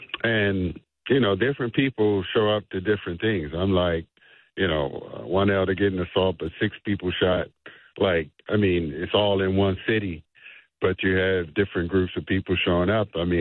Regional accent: Baltimore, Maryland, United States; the people I told them I'm from Baltimore

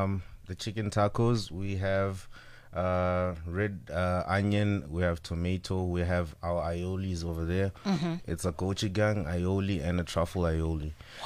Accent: Limpopo, South Africa; So I am born and raised in Limpopo, South Africa.

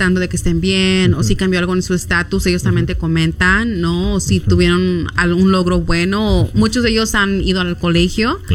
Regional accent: Compton, California, United States; ¿de dónde eres? Y dije, oh, de Compton.

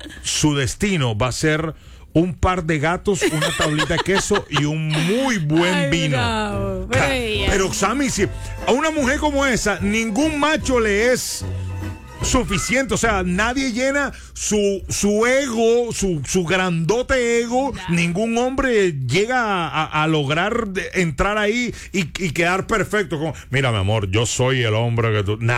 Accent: Colombia; now in United States; O sea, cuando yo vivía en Bogotá, yo respetaba que yo vivía en otra ciudad. Soy colombiano, pero yo respeto que tiene sus costumbres y sus vainas.

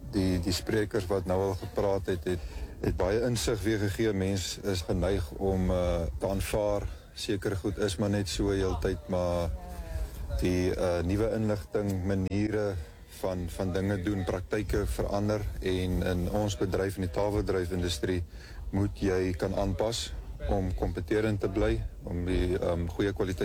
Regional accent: Northern Cape, South Africa; moved away as an adult; now in Western Cape, South Africa; So ek is oorspronklik van die Noord-Kaap. Die winters hier vir my is maar baie swaar, omdat het so koud en nat is. Daarbo is het meer woestynklimaat, waar het bietjie weer meer droër is. Maar ook koud in die winter, maar warm in die somer.

